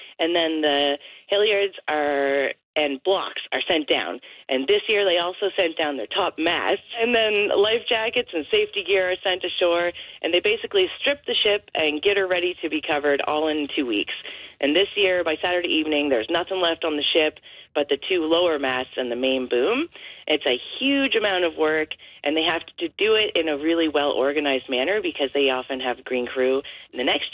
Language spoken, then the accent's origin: English; Lunenburg, Nova Scotia, Canada; I think that we're all from Lunenburg or the surrounding area